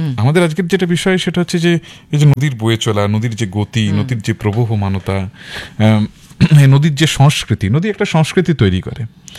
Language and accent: Bangla; India; ছোটবেলায় আমরা যারা দামোদর তীরে বেড়ে উঠেছি